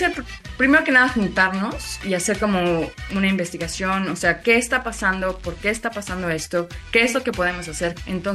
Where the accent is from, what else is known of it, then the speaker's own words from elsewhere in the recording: Mexico; moved away; como mexicana y como vi desde acá